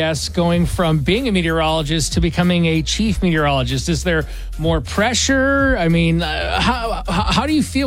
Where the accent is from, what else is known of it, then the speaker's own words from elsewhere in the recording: Howell, Michigan, United States; now in Grand Rapids, United States; I grew up originally in Howell, so like kind of in the middle of the state, like east of Lansing. And when I moved out to Grand Rapids for the first time, I think it was 2007.